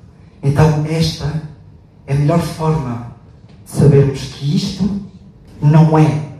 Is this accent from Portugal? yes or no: yes; Fundão, Centro, Portugal; levar o nome da minha terra, o nome das minhas gentes